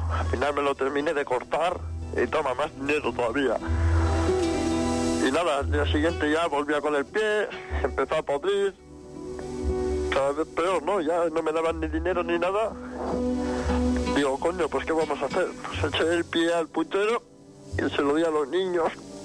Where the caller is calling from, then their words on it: Segovia, Castile and León, Spain; te llamo de Segovia.